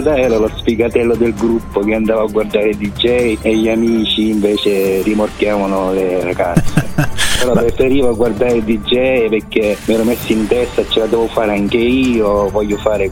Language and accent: Italian; Catania, Sicily, Italy; Sì, vengo da Catania e dalla Sicilia